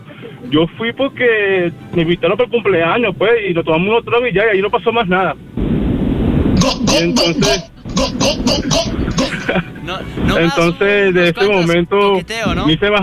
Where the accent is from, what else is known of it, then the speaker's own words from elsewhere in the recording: Venezuela; now in Mexico; Yo no soy de acá de México, yo soy de Venezuela.